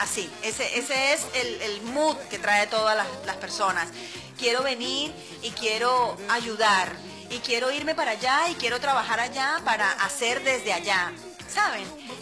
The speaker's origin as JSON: {"language": "Spanish", "country": "Venezuela"}